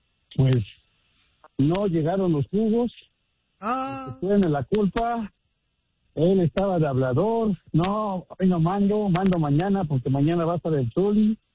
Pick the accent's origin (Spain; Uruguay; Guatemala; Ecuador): Guatemala; Soy Chapín, pero cuidaba a México.